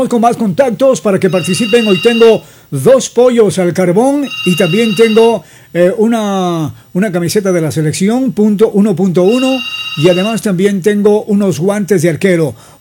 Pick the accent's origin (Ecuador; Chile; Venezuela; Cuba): Ecuador